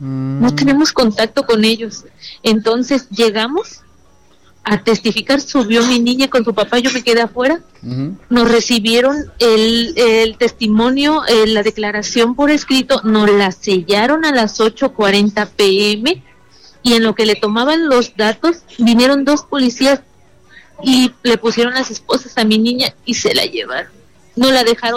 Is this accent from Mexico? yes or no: yes; Poza Rica, Veracruz, Mexico